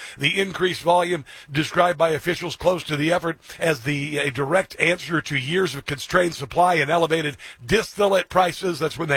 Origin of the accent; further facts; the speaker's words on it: Iowa, United States; moved away; growing up in Iowa